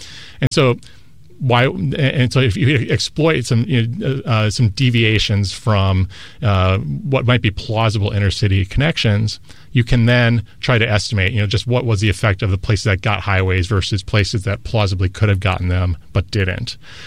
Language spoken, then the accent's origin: English; Wisconsin, United States; I'm from Wisconsin